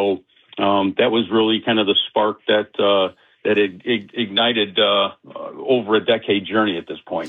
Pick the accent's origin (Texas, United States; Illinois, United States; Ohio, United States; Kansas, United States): Illinois, United States; Woodstock; I was born and raised in Woodstock, so I grew my roots here, and we still have a house here in Woodstock.